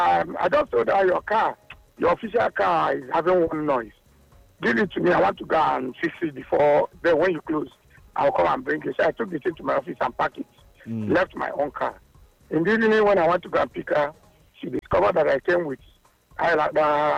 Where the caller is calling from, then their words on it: Lagos, Nigeria; I'm calling from Lagos.